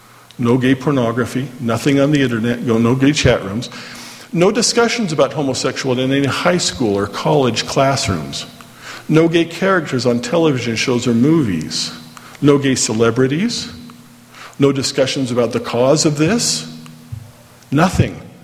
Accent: Orem, Utah, United States; and I grew up here in Orme, so I know it was just a little bit south of there, right about in there. That's where we live.

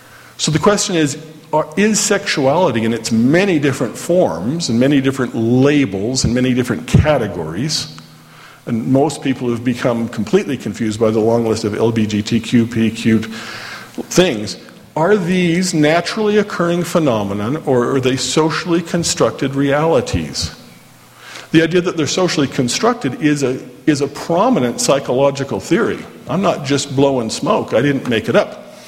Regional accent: Orem, Utah, United States; I grew up here in Orem, so I knew it was just a little bit south of there, right about in there. That's where we live.

